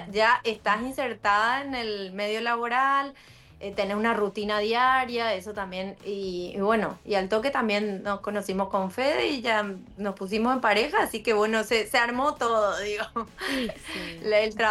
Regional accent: Paraguay; accent: Paraguayan; moved away; No, yo podía seguir con mi acento paraguayo

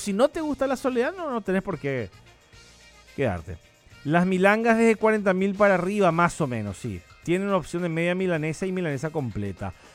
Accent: Paraguay

